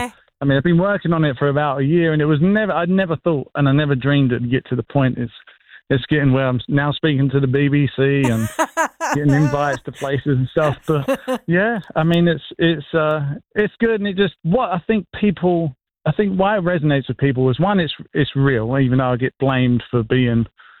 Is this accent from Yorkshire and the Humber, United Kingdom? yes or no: no; Maidstone, South East England, United Kingdom; now in Alabama, United States; I'm from Maystone.